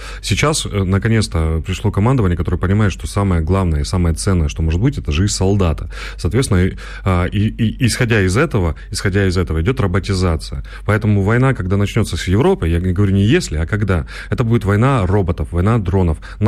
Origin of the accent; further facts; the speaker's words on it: Donetsk, Donetsk Oblast, Ukraine; я же из Донецка. Вот нас с 15-го года, просто утюжит всем.